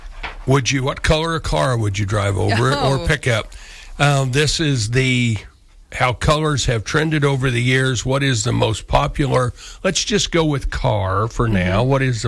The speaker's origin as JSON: {"language": "English", "town": "Morganville", "region": "Kansas", "country": "United States", "tie": "born or raised there", "said": "Morganville, which mm-hmm. I left out, my hometown"}